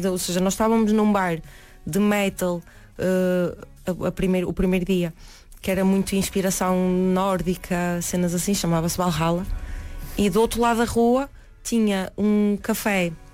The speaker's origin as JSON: {"language": "Portuguese", "town": "Além da Ponte", "country": "Portugal", "tie": "born or raised there", "said": "Nós morámos em Além da Ponte, que é uma aldeia pertencente a Vila Nova de Santo."}